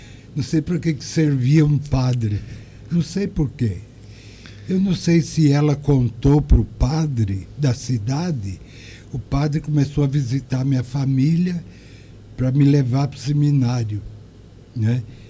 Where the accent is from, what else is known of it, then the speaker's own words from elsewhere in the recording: Taquaritinga, São Paulo, Brazil; Eu nasci em Taquaritinga e lá morei uma grande parte da minha vida, né? Estudei lá, me formei.